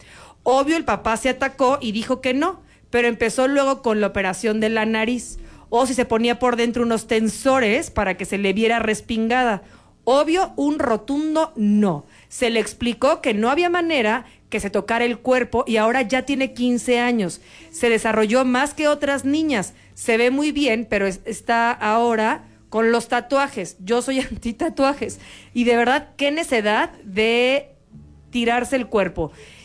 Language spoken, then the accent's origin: Spanish; Mexico; No somos coreanas, somos bien mexicanas